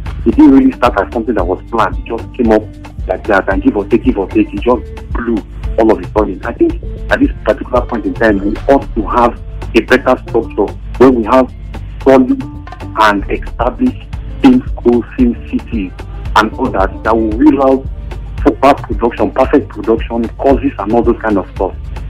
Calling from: Lagos, Nigeria; I'm calling from Festac.

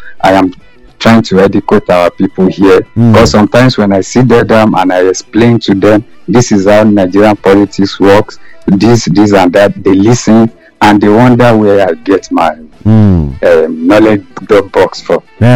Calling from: Port Elizabeth, Eastern Cape, South Africa; I'm calling from Port Elizabeth.

